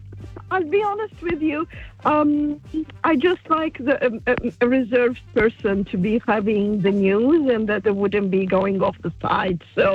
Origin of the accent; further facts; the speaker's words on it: Egypt; English is a second language; moved away; Okay, I'm Northern African.